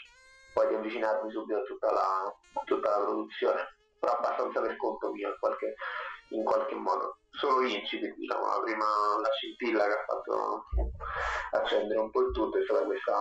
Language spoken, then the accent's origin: Italian; Rome, Lazio, Italy; born there; almeno a Roma, non so se anche in altre città era così, ma negli anni 90 gli scout erano un miscuglio